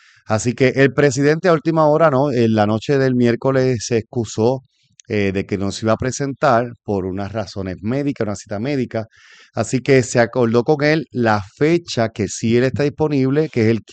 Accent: Carolina, Puerto Rico

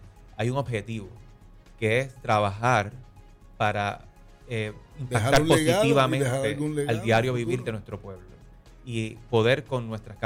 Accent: Luquillo, Puerto Rico; also born or lived in Fajardo, Puerto Rico; nací en Fajardo, pero me crié en Luquillo.

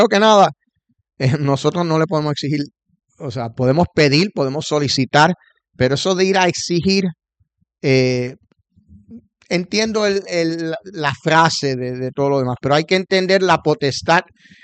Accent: Puerto Rico; es que se agarran de eso de que en Puerto Rico no tenemos, o sea, entonces lo atan un poco con, es que como puertorriqueños no podemos votar, es un tema de residencia y domicilio.

